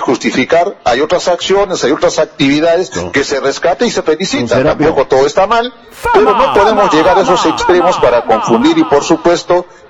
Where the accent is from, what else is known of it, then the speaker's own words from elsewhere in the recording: Candarave, Tacna, Peru; now in Tacna, Peru; En el caso de Candarave, mi paisano, no puedo hablar más de mi tierra